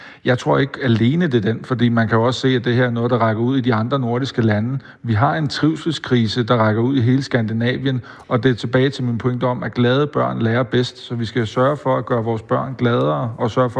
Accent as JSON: {"language": "Danish", "town": "Køge", "region": "Zealand", "country": "Denmark", "said": "Jamen, jeg er jo fra Køge, så jeg er jo født optimist"}